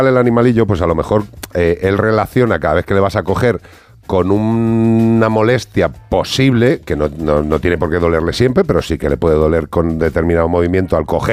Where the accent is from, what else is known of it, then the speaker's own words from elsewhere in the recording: Spain; yo amo lo que tengo en mi país y me encanta